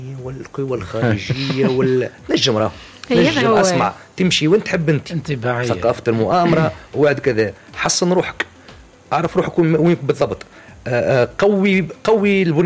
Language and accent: Arabic; Tunisia; احنا كشعب تونسي